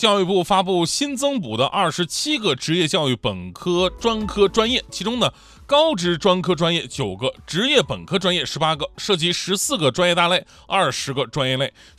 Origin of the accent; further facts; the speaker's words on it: Yanbian, Jilin, China; moved away; 你像我们以前我老家那个球队，就是长没有长，那时候还没有长春亚泰，那叫延边敖东。